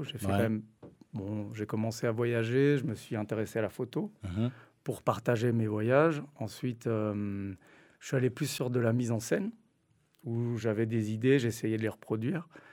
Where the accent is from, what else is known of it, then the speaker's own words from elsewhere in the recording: Belgium; Je suis belge, donc j'ai le droit de le dire.